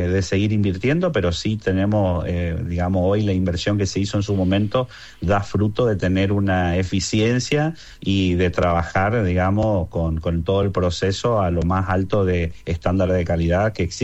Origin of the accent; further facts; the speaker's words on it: Argentina; la cultura de trabajo que tenemos los argentinos y lo creativo que somos los argentinos